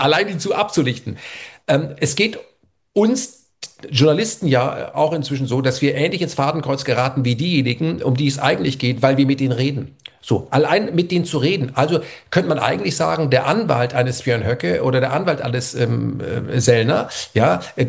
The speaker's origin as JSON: {"language": "German", "country": "Germany", "tie": "born or raised there", "said": "Weil ich bin in Deutschland groß geworden, da gab es auch die RAF"}